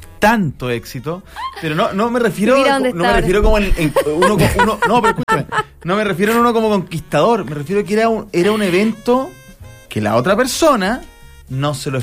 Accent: Chile; como el chileno o la chilena somos muy conservadores.

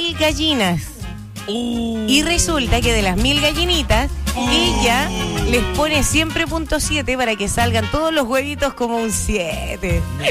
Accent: Curacaví, Santiago Metropolitan Region, Chile; born there; ella es de mi pueblo, de Curacaví.

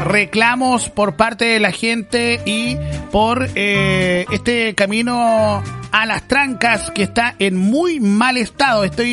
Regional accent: Chile; Usted sabe cómo somos los chilenos.

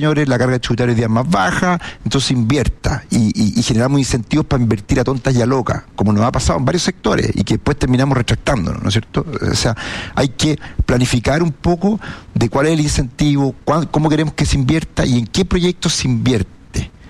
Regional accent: Chile

